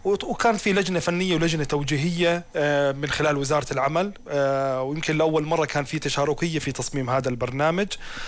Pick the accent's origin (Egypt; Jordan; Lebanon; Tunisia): Jordan; واحنا للأمان كأردنيين لازم نفتخر بهاي الرؤية